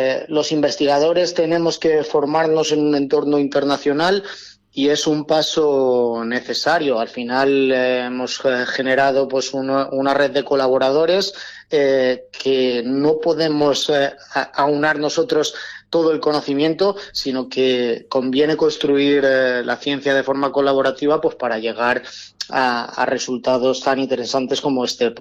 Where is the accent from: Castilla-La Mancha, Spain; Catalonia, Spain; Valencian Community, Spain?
Castilla-La Mancha, Spain; Tinajas; moved away; yo soy de la Alcarria Conquense.